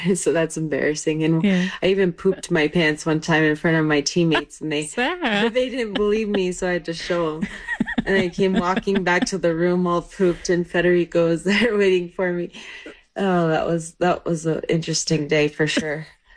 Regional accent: Colorado, United States; I grew up in Colorado. I was born to a ski shop owner named Buzz. I grew up basically with skis on my feet.

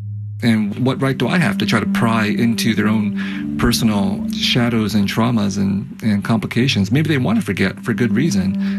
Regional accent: United States; also born or lived in Vietnam; I was growing up in the United States in the 70s and 80s

